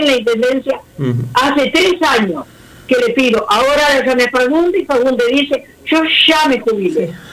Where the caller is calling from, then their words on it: Uruguay; Yo vivo en El Soñora, soy vecina de Pablo. Compré una casa acá